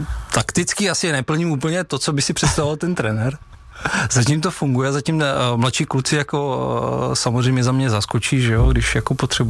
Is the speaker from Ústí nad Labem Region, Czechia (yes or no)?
no; Opava, Moravian-Silesian Region, Czechia; jsem z Opavy, jako narodil jsem se tam